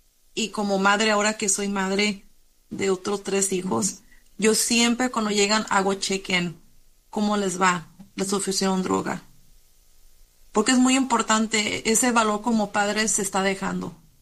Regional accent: Mexico

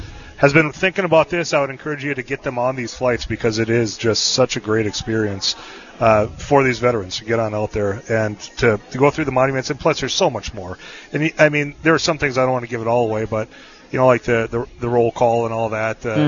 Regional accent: Leeds, North Dakota, United States; I'm from Leeds, North Dakota

